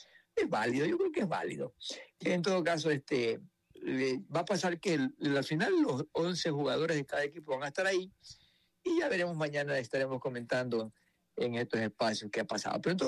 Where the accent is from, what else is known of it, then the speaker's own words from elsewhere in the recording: Ecuador; now in Grand Rapids, United States; muchas personas que saben que soy de Ecuador